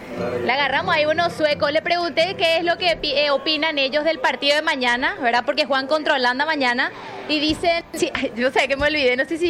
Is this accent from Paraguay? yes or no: yes; Paraguay; Somos de Paraguay